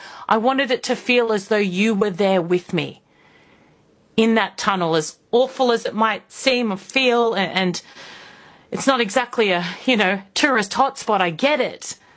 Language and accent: English; Australia; I'm an Australian journalist, a host